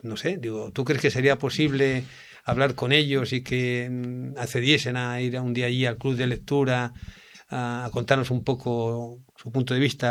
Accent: Azerbaijan; Soy de Azerbaiyán.

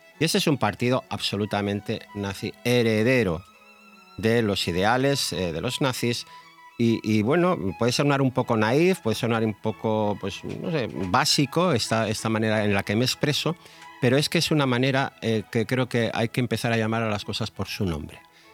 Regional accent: Spain; Como español y como europeo

